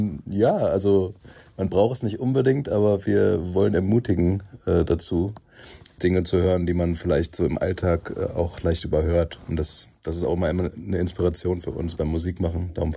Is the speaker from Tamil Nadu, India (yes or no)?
yes; Chennai, Tamil Nadu, India; born or raised there